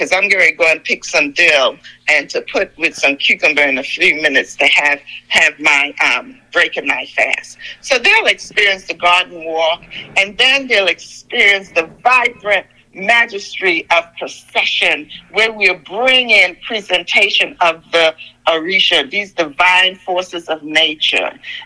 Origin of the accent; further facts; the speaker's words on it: Trinidad & Tobago; born there; moved away; I was born in Trinidad.